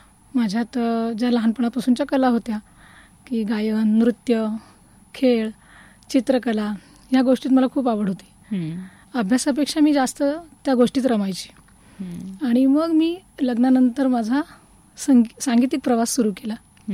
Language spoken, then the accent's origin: Marathi; Pune, Maharashtra, India; moved away as an adult; now in Ahmednagar, India; माझं बालपण पुण्यातच गेलं। माझे वडील डिफेन्स अकाउंट डिपार्टमेंटमध्ये होते, त्यामुळं पुण्यातच त्यांनी बदली करून घेतली होती आणि आम्ही लहानपणापासून म्हणजे पुण्यातच शिकलो।